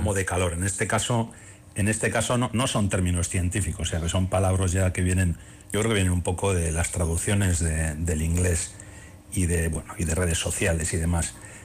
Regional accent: Basque Country, Spain; Cuando digo nos, me refiero como habitante de la península ibérica, ¿de acuerdo? No como vasco.

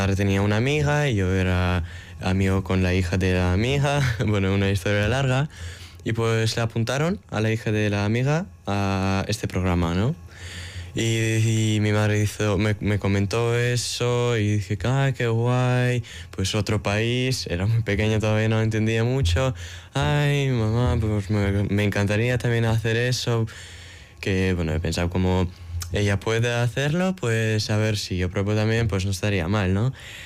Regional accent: Kyiv Oblast, Ukraine; Spanish is a second language; Vale, pues para mí, a ver, ha sido como que, bueno, hemos ido de mi pueblo a Boryspil, que es otra ciudad

